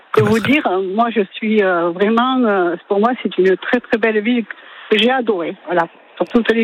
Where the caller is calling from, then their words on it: Béziers, Occitanie, France; Je suis à Béziers.